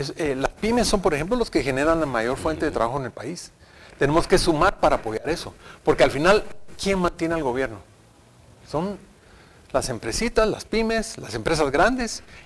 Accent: Guatemala

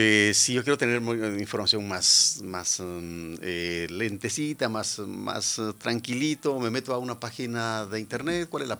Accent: Guatemala; los guatemaltecos estamos invitados a servirle a otro guatemalteco

